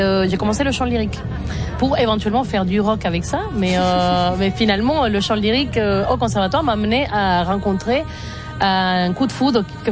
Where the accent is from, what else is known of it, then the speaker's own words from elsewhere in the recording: Venezuela; moved away as an adult; Et à partir de mes 17 ans, jusqu'au moment où j'ai quitté le Venezuela, j'ai chanté dans cet ensemble. En parallèle de faire partie de la scène underground et alternative de Caracas